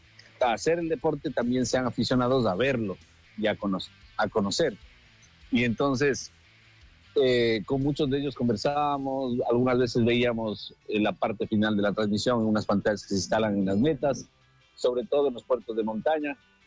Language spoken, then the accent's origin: Spanish; Ecuador